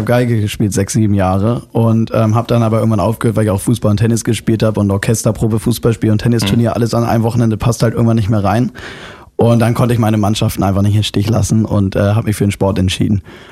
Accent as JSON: {"language": "German", "region": "Hamburg", "country": "Germany", "tie": "born there", "moved": "yes", "lives_now": "Mecklenburg-Vorpommern, Germany", "said": "Ich bin in Hamburg geboren, aber wohne in MacPom. Direkt quasi am Meer. Also die Straße guckt direkt aufs Wasser."}